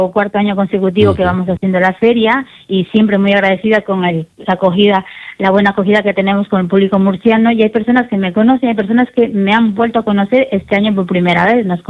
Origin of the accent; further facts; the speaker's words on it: Ecuador; now in Spain; yo soy de Ecuador, yo nací allí y cuando era pequeña, pues mi madre esa técnica la hacía mucho. Entonces yo tenía un poco de conocimiento y luego cuando vine aquí a España, hace 20 años justamente